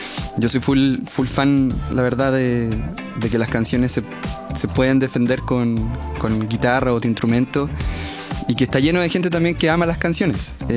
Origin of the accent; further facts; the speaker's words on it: Santiago, Santiago Metropolitan Region, Chile; siendo santiaguino, siendo ¿ya? chileno.